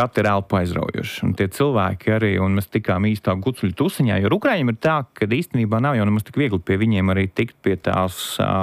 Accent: Latgale, Latvia; es pats esmu no Latgales

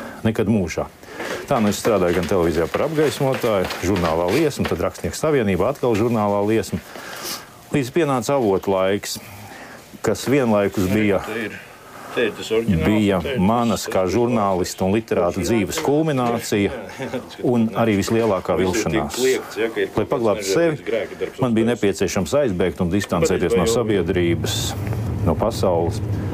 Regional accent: Riga, Latvia; Es esmu dzimis rīdzinieks.

